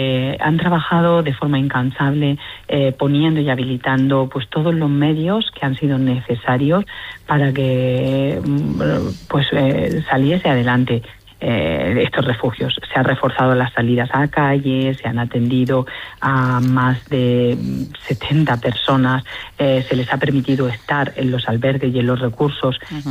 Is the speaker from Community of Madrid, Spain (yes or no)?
no; Murcia, Region of Murcia, Spain; las personas que vivimos en Murcia, que somos murcianos